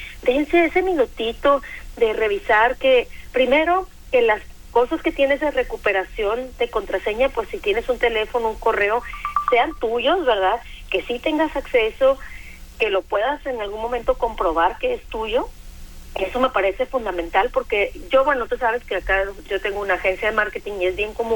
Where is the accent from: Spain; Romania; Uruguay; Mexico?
Mexico; como mexicanos somos un poco necios, un poco tercos.